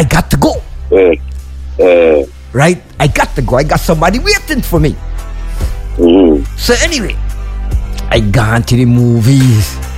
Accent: Guyana; I come from Guyana and I's a rice eater.

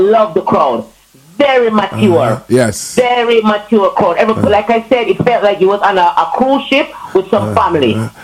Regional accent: Florida, United States; from Florida.

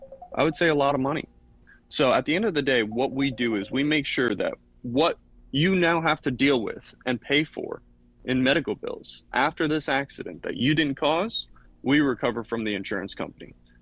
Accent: Florida, United States; I grew up here in Martin County, St. Lucie County.

